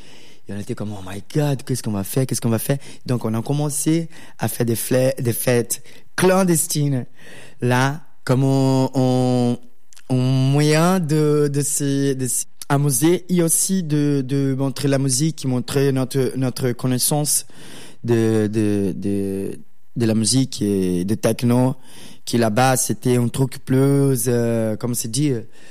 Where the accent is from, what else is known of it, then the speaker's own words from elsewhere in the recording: Rio de Janeiro, Brazil; French is a second language; now in Paris, France; Et voilà, je viens de Rio de Janeiro, Carioca, avec le funk et toute cette influence là. Et maintenant, je suis là à Paris